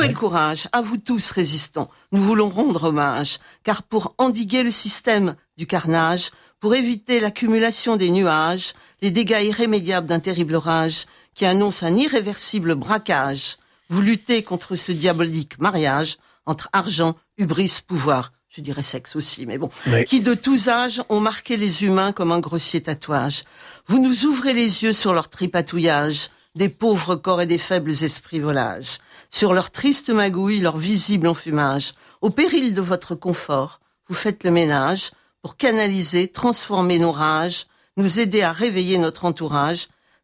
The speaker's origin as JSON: {"language": "French", "town": "Lyon", "region": "Auvergne-Rhône-Alpes", "country": "France", "said": "Je suis lyonnaise d'origine."}